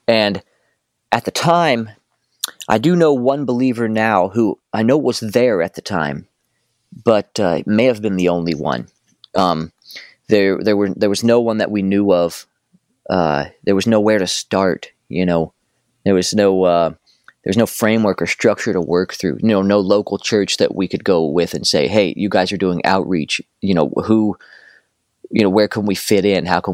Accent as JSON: {"language": "English", "country": "United States", "tie": "born or raised there", "moved": "yes", "said": "growing up in the States"}